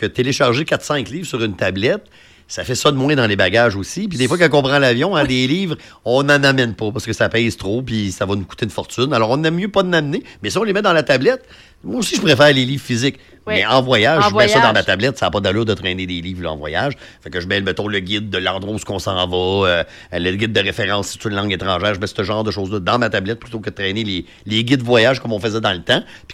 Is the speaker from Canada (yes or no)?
yes; Quebec, Canada